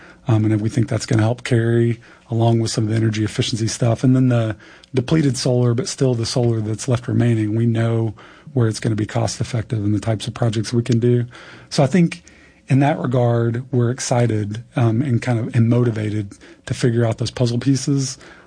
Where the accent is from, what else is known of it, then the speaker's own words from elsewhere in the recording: Arkansas, United States; I grew up in Arkansas.